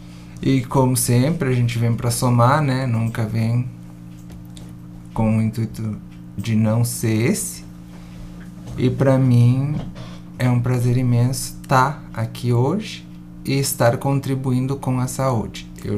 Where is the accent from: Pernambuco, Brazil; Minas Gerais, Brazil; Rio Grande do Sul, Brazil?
Rio Grande do Sul, Brazil; David Canabarro; now in Vila Maria, Brazil; Minha família é natural de Itavicanabarro, assim como eu também sou. E fazem já 14 anos que eu estou um pouco distante, então agora que eu estou retornando às origens novamente.